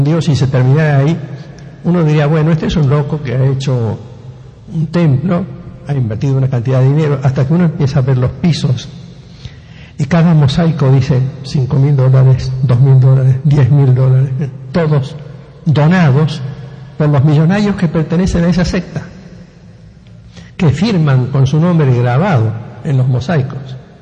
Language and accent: Spanish; Rosario, Santa Fe, Argentina; los que me conocen como rosarino de toda la vida